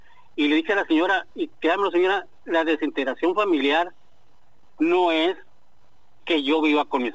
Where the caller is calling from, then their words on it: Tijuana, Baja California, Mexico; De aquí, de Tijuana.